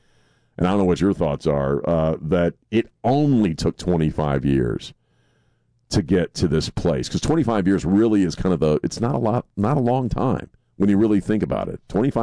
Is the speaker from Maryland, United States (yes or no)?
yes; Maryland, United States; I didn't grow up in the West, I didn't grow up in the Southwest, I grew up on the East Coast, outside of Annapolis.